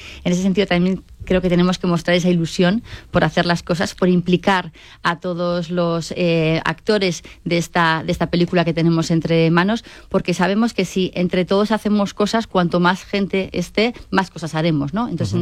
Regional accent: Bilbao, Basque Country, Spain; yo que vengo de Bilbao, tenemos también la delegación norte

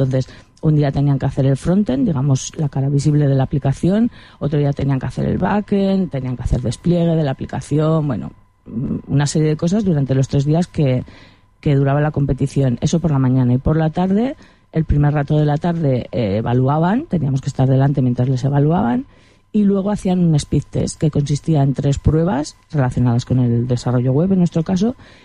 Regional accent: Monreal del Campo, Aragon, Spain; born or raised there

